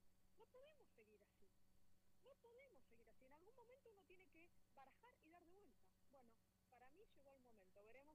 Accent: San Martín de los Andes, Neuquén, Argentina; Yo soy nacida y criada acá, soy cuarta generación en San Martín de los Andes.

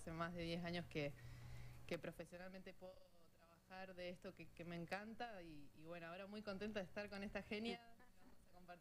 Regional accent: Zapala, Neuquén, Argentina; las dos somos de Zapala.

